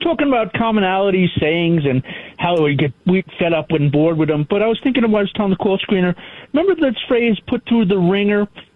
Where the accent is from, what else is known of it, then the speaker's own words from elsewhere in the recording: New Jersey, United States; Here's an expression for you, Jersey guy. I'm from Jersey.